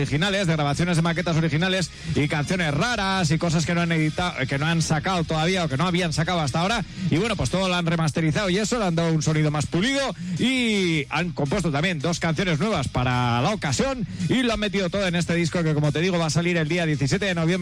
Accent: Lerín, Navarre, Spain; soy de Lerín, y aquí nos mola la música cañera

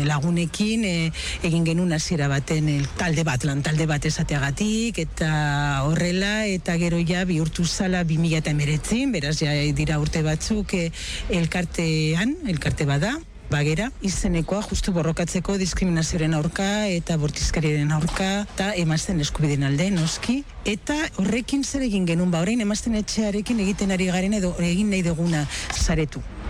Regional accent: San Sebastián, Basque Country, Spain; Txikitan bizitzen nintzen Donostin, Donostiko alde zarren.

